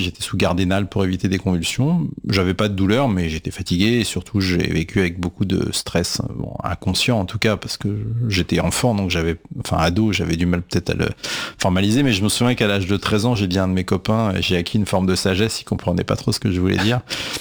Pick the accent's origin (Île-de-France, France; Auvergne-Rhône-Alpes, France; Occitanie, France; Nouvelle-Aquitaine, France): Île-de-France, France; Paris; Je suis né à Paris, j'ai grandi dans le 15e.